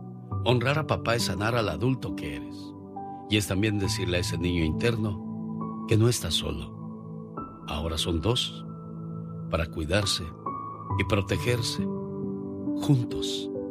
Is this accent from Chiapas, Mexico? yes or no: yes; Chiapas, Mexico; de Chiapas, México, y te estamos escuchando.